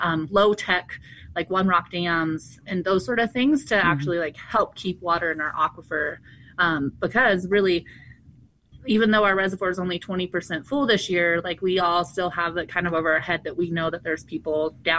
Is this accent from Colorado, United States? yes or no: yes; Cortez, Colorado, United States; I grew up in Cortez, Dolores area.